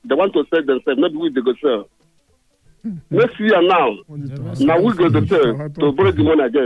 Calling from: Nigeria; from Igondo.

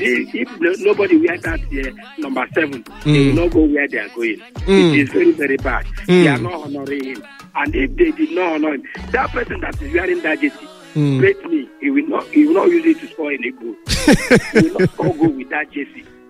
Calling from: Ejigbo, Lagos, Nigeria; from Ejigo.

